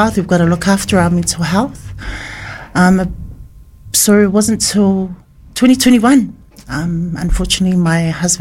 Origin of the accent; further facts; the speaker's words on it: Dunedin, Otago, New Zealand; So I was born in Dunedin. Tamai Nu'u Leila Lo Te Inu Leisa. Grew up in Dunedin and great to be back home.